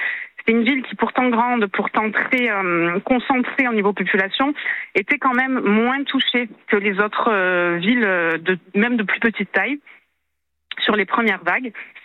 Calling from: Marseille, Provence-Alpes-Côte d'Azur, France; accent: accent du Sud; Moi, je suis de Marseille.

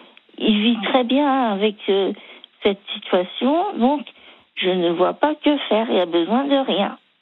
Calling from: Brittany, France; Je suis en Bretagne.

